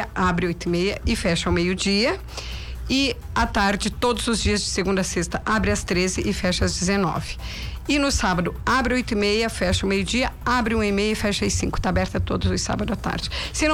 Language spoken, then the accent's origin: Portuguese; Brazil; eu sou patriota, porque eu amo minha terra, eu amo meu Brasil.